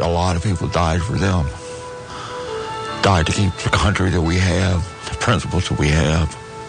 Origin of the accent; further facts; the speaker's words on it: United States; I'm an American. I want to fight for my country.